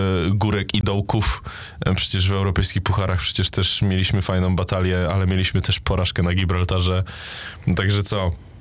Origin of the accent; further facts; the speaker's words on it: Poznań, Greater Poland Voivodeship, Poland; Ja jednak jestem z Poznania